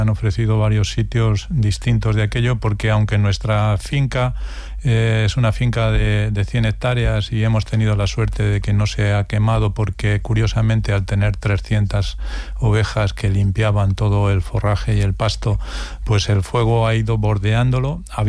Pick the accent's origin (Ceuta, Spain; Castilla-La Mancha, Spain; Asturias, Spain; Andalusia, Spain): Castilla-La Mancha, Spain; Porzuna